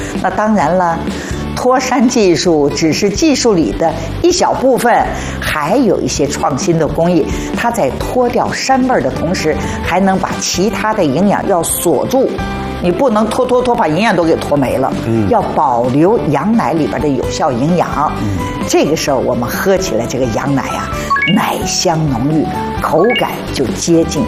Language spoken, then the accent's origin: Chinese; Shanghai, China; accent: Shanghainese; 我们上海话叫咖喱粥